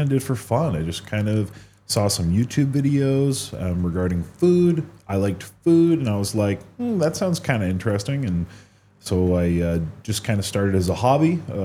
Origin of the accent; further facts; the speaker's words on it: Canada; Yeah, so I'm originally from Canada.